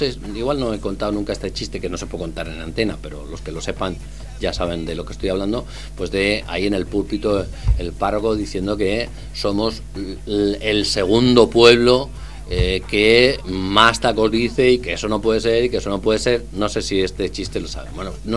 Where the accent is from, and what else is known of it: Spain